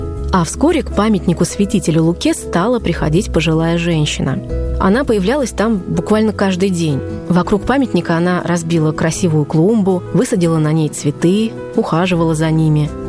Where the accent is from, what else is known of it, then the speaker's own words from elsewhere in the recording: Tambov, Tambov Oblast, Russia; Я родилась и выросла в Тамбове. Это небольшой город в центральном Черноземье. Жили мы неподалеку от городской больницы